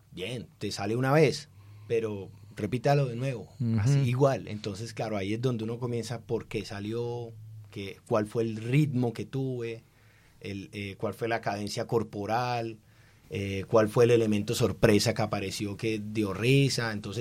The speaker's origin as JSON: {"language": "Spanish", "town": "Cartagena", "region": "Bolívar", "country": "Colombia", "said": "Yo soy de Cartagena y tengo como cierta conexión ahí con el mar"}